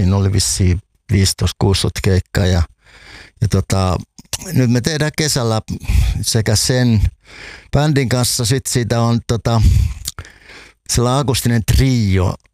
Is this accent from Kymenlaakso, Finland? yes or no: yes; Hamina, Kymenlaakso, Finland; asun tai synnyin ja asuin nuoruuteni ja lapsuuteni Haminassa, niin se satama oli erittäin tärkeä sen kaupungin identiteetille